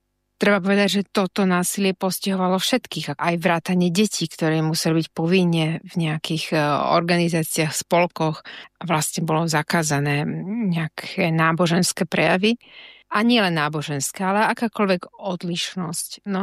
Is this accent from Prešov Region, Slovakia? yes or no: no; Bratislava, Bratislava Region, Slovakia; born there; narodila som sa v Bratislave. Aj moji rodičia pochádzajú z Bratislavy.